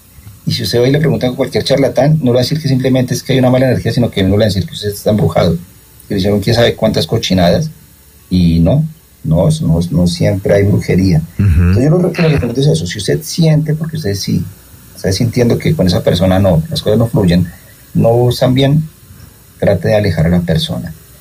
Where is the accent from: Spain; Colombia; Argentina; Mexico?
Colombia; yo creo que es por lo que somos, no sé, colombianos, latinos, nos enseñaron que la familia sí es lo más importante